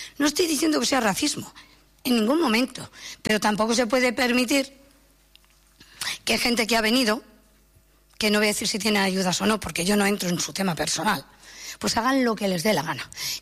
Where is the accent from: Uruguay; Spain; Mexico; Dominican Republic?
Spain; San Andrés de la Barca, Catalonia; Soy nativa de San Andrés de la Barca, aunque no soy nacida aquí. Pero vine cuando tenía 9 años, en el 74, al Palau.